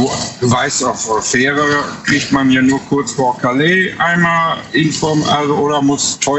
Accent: Recklinghausen, North Rhine-Westphalia, Germany; ich komme aus Nordrhein-Westfalen.

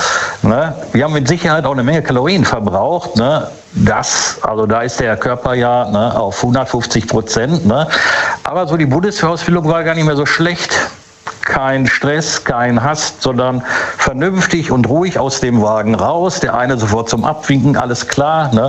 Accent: Gelsenkirchen, North Rhine-Westphalia, Germany; Buhr, Gelsenkirchen.

